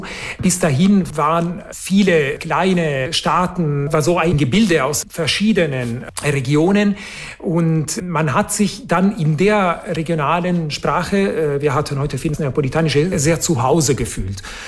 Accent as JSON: {"language": "German", "region": "Veneto", "country": "Italy", "accent": "Venetian", "said": "Ja, ich spreche diesen Dialekt."}